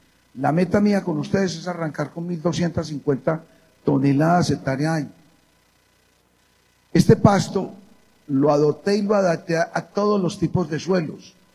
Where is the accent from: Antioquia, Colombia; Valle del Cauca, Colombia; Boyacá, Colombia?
Antioquia, Colombia; Porque si les digo una cosa como paisa, aunque el man dice que no soy paisa.